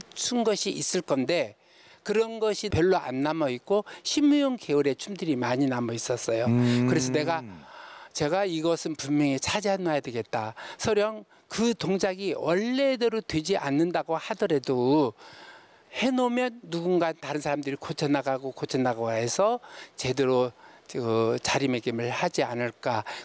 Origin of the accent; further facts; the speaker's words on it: Jeonju, North Jeolla, South Korea; 전라도 사람으로서 전주 사람으로서